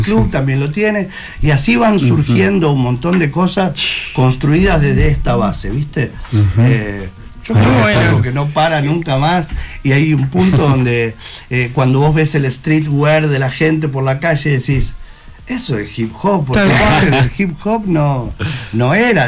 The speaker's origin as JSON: {"language": "Spanish", "region": "Río de la Plata", "country": "Argentina", "said": "Somos del Río de la Plata, y el Río de la Plata es rock and roll. Entonces, no tiene nada de malo el poder darle ese toque argentino a nuestro hip hop, ¿no?"}